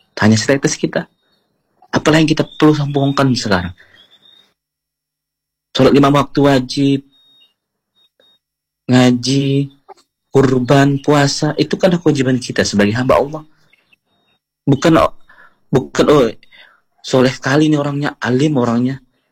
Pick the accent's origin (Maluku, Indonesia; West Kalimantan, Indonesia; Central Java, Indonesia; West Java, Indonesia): West Kalimantan, Indonesia; now in Sanggau, Indonesia; kampung halaman saya, Mbak. Kalau halaman saya adalah di Kabupaten Sambas